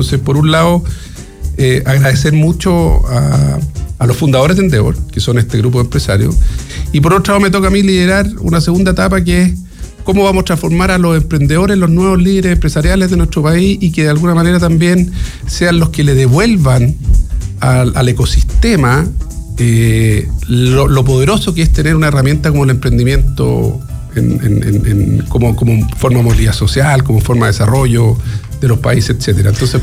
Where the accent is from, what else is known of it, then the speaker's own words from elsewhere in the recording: Chile; nosotros como chilenos